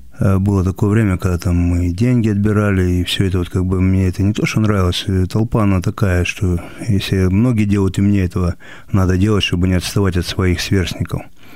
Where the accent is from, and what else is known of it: Rylsk, Kursk Oblast, Russia; born or raised there